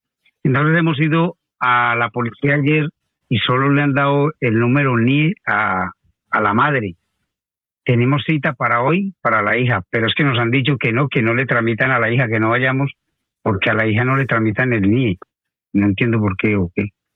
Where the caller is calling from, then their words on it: Madrid, Community of Madrid, Spain; de Madrid